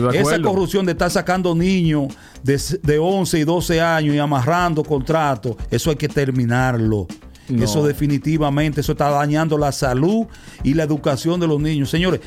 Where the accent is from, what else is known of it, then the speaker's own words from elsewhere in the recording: Dominican Republic; moved away; nosotros como dominicanos